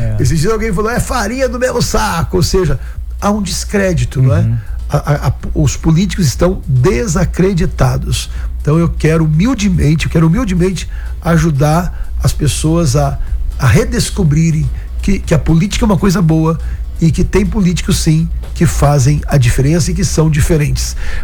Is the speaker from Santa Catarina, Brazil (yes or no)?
no; Cornélio Procópio, Paraná, Brazil; um político lá da minha região, da minha cidade, que está vivo até hoje, viu? Oswaldo Trevisan, que foi prefeito de Cornélio Procópio, no Paraná